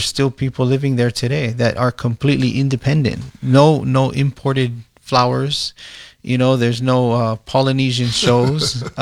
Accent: Hawaii, United States; Our identity as a Hawaiian people, as a culture, as a place is shifting.

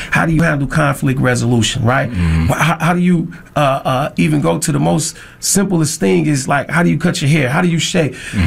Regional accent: Chicago, Illinois, United States; I come from the Garfield Park area of Chicago, the drug capital, heroin capital of the world at the time I was growing up.

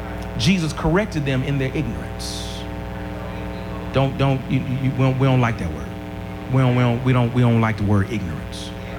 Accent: Alabama, United States; I'm from the big city of ML, Alabama, where dreams come to live, where dreams come to reality.

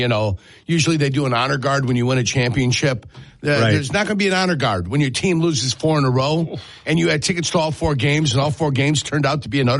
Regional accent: Chicago, Illinois, United States; I'm from the South Side, though.

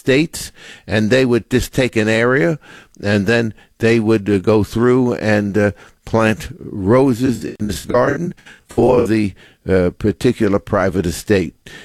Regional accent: New York, United States; I grew up on Long Island, and there on the North Shore was called the Gold Coast.

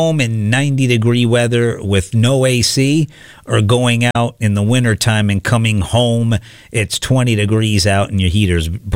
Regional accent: Deep South, United States; Remember, I grew up in the Deep South

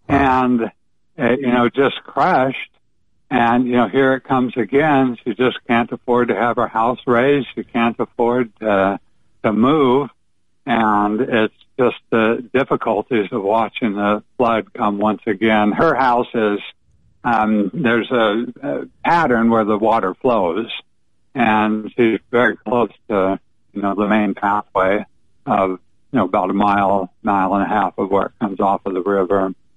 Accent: Sumas, Washington, United States; born or raised there

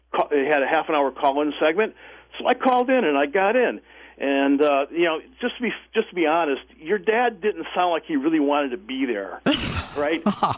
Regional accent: Cleveland, Ohio, United States; I grew up in Cleveland, Ohio, and between 1950 when I was born and 1976

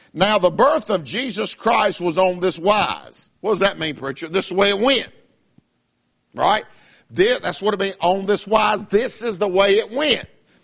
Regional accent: the South, United States; I'm from the South, I can say ain't.

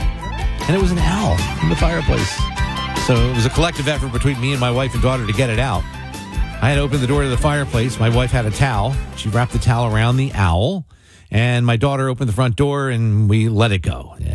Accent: Mays Landing, New Jersey, United States; I'm from that area. I'm from Mays Landing and done countless camping trips along the Mullica River, and we've never seen a bear in the Pine Barrens.

